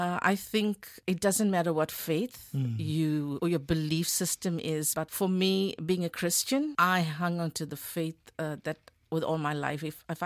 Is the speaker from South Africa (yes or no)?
yes; South Africa; born or raised there